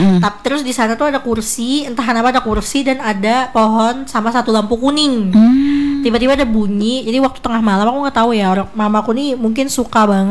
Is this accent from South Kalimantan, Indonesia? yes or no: yes; Banjarmasin, South Kalimantan, Indonesia; aku kan besar di Banjarmasin ya Jen, di Kalimantan.